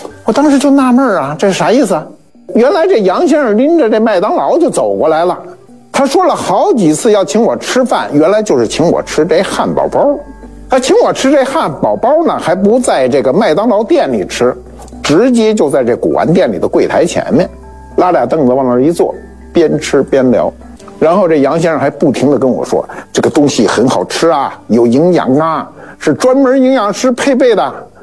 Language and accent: Chinese; northern China, China; 我记得我小时候在北方枕的最多的就是一种叫荞麦皮枕头